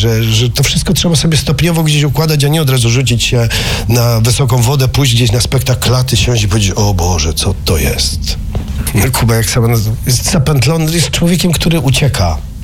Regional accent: Konin, Greater Poland Voivodeship, Poland; moved away as an adult; Jestem rodowitym konianinem, wyjechałem stąd 20 lat temu, ale zawsze gdzieś wracam z sentymentem.

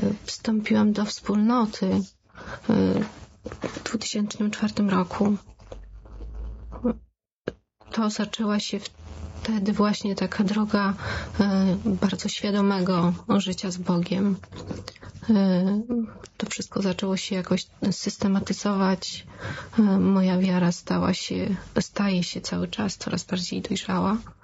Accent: Warsaw, Masovian Voivodeship, Poland; born or raised there

